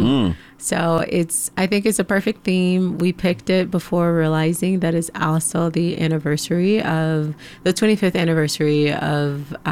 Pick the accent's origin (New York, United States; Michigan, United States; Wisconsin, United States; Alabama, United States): Alabama, United States; because I'm originally from Alabama.